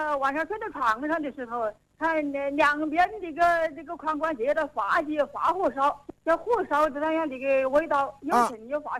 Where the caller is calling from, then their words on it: Wuhan, Hubei, China; 我是东西湖的